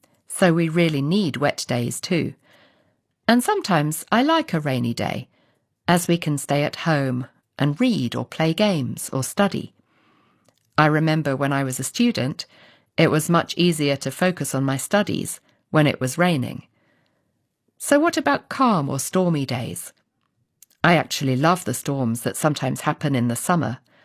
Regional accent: United Kingdom; I come from Britain, where we have a lot of weather. It's a stereotype about British people that they love talking about the weather.

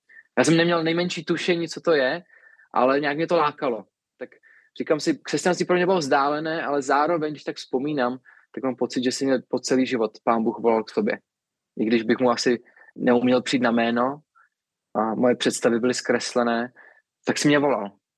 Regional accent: Strakonice, South Bohemian Region, Czechia; Tím, že jsem ze Strakonická, Hoštice máme za rohem, tak tohle byl jako jasný obraz, jak to asi vypadá v církvi.

